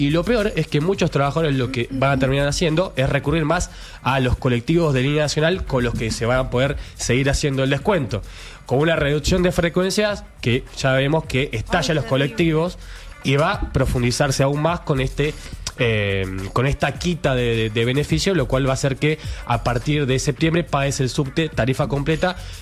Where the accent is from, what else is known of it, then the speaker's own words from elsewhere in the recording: Buenos Aires Province, Argentina; los bonaerenses que venimos a la ciudad de Buenos Aires para laburar